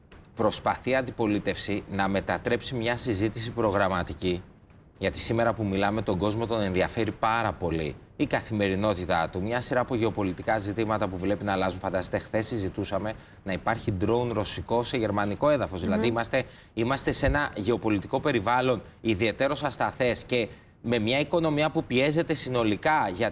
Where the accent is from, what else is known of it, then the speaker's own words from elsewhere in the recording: Athens, Attica, Greece; όσοι είμαστε από Αθήνα